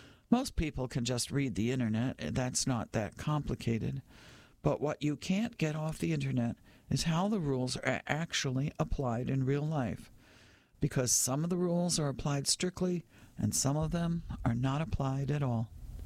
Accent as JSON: {"language": "English", "town": "Los Angeles", "region": "California", "country": "United States", "tie": "born or raised there", "said": "I flew to Fort Worth from my hometown of Los Angeles"}